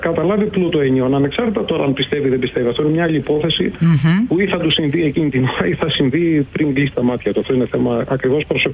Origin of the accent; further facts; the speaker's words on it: Crete, Greece; στη Τρίπολη, που είναι η πατρίδα μου, εντάξει, στην Κρήτη.